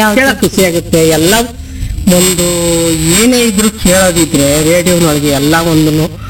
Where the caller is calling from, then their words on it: Agadur, Karnataka, India; ನಮ್ಮೂರ ಹೆಸರು ಆಗತ್ತೂರು.